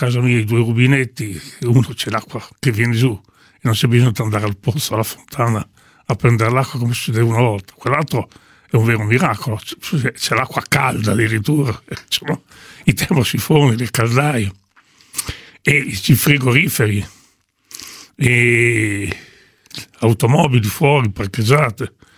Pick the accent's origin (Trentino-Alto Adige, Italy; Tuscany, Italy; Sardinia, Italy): Tuscany, Italy; Pavana; born there